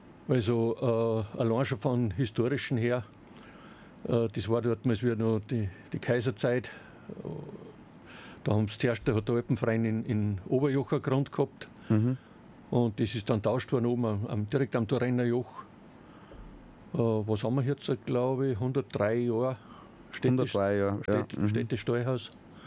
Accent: Salzburg, Austria; Ich bin direkt im Pluntatal aufgewachsen.

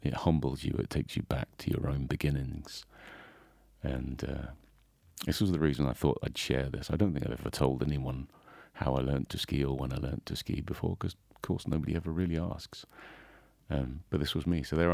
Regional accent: England, United Kingdom; now in Zell am See, Austria; I'm actually from England. I'm a ski instructor in Zelemzee in Salzburgerland.

